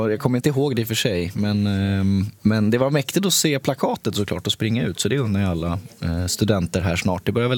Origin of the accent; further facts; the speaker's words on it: Tumba, Stockholm County, Sweden; där jag växte upp i Tumba utanför Stockholm.